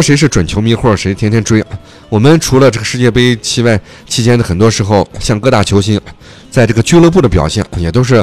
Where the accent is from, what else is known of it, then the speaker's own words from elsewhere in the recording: China; 真的我是那块长大的孩子啊